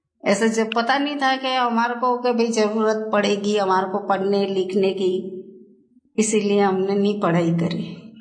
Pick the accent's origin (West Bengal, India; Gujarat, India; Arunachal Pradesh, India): Gujarat, India; Palanpur; first language Gujarati; Hindi is a second language; मेरा बचपन गुजरात में।